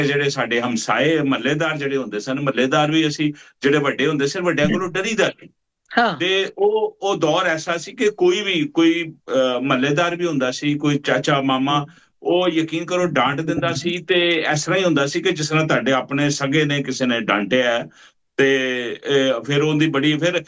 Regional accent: Lahore, Punjab, Pakistan; ਹਾਂ, ਮੇਰਾ ਨਨਿਆਲ ਵੀ ਉੱਥੇ ਆ ਤੇ ਉੱਥੇ ਹੀ ਮੈਂ ਪੈਦਾ ਹੋਇਆ, ਤੇ ਉਸ ਤੋਂ ਬਾਅਦ ਫਿਰ ਲਾਹੌਰ ਦਾ ਇਲਾਕਾ ਹੈਗਾ ਆਪਣਾ ਨੈਸ਼ਨਲ ਟਾਊਨ, ਉੱਥੇ ਮੈਂ ਮੇਰਾ ਬਚਪਨ ਗਰੋ ਹੋਇਆ ਸਾਰਾ

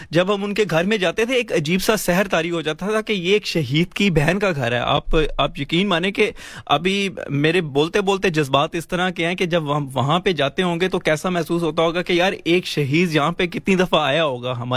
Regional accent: Lahore, Punjab, Pakistan; آپ نے لاہور کی بات کی, میرا تعلق بھی لاہور سے ہے

